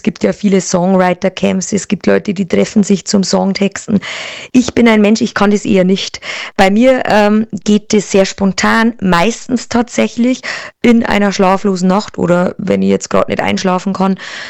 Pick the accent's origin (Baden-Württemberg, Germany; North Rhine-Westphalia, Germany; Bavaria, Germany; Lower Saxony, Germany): Bavaria, Germany; Das ist so, ja, meine Hymne an Bayern, an meine Heimat, an meine Fans direkt auch.